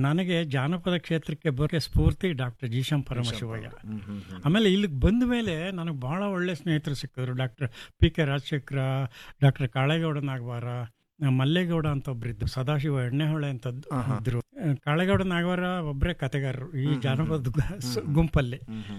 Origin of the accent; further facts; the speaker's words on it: Kyathanahalli, Karnataka, India; ಅದನ್ನ ಹಾಡಿದವರು … ಅಂತೇಳಿ, ನಮ್ಮೂರ್ನವ್ರೆ, ನಮ್ಮ ಬೀದಿಯವರೇ.